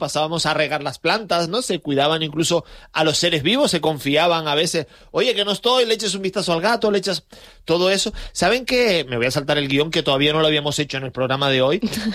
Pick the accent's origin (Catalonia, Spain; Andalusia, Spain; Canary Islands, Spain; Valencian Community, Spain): Canary Islands, Spain; Santa Cruz de Tenerife